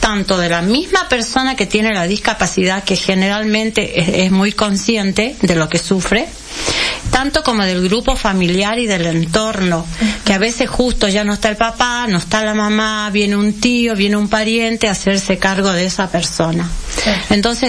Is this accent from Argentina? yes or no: yes; Salta, Argentina; Somos de Salta Capital.